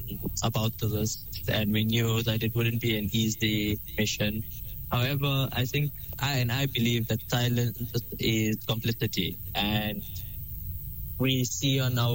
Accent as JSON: {"language": "English", "country": "South Africa", "said": "And I also believe that as South African, we have a greater duty towards anyone that's suffering anywhere in the world."}